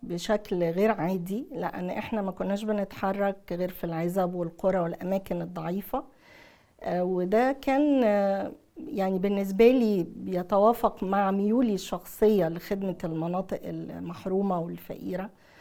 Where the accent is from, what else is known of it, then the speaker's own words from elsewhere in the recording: Asyut, Asyut Governorate, Egypt; moved away; also born or lived in Fayoum / Cairo; انا من اسيوط.